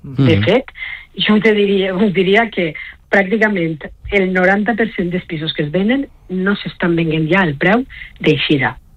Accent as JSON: {"language": "Catalan", "region": "Valencian Community", "country": "Spain", "said": "Jo soc de la Ribera"}